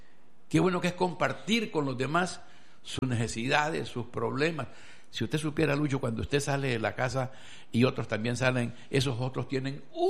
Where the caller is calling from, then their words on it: Buenaventura, Valle del Cauca, Colombia; yo no vivo aquí en Buga, yo vivo en Buenaventura